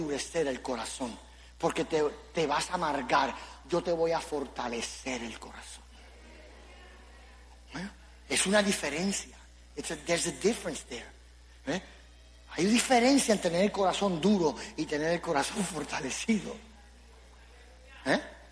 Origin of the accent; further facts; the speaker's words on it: Puerto Rico; now in Dallas, United States; Hermano, yo soy puertorriqueño